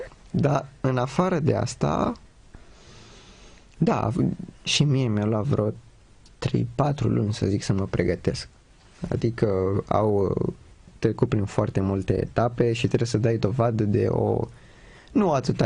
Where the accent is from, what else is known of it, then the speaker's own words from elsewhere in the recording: Romania; Am crescut în România, unii ar zice că numai din asta aș avea o datorie. Faptul că am crescut aici, de bine de rău, aici m-am format.